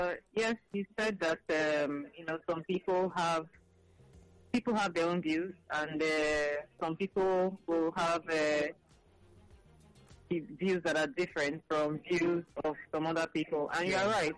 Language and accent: English; Isheri, Nigeria; from Isheri.